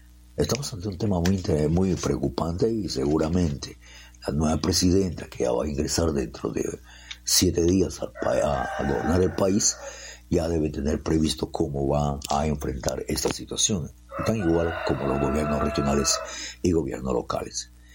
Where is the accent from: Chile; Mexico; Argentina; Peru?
Peru; Si somos peruanos y amamos a nuestra patria, no necesitamos invitación para ir a desfilar.